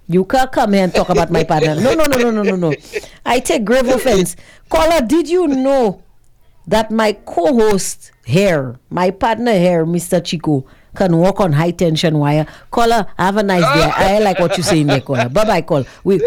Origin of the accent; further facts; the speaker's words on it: Monchy, Gros Islet, St. Lucia; born there; I'm from Monkey Tongue. I am the only one of my siblings born in Monkey Tongue, Cicero. So much so